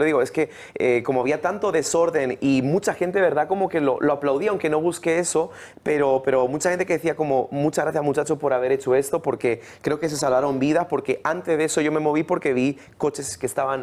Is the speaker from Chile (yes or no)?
no; Getafe, Community of Madrid, Spain; born there; yo nací en Getafe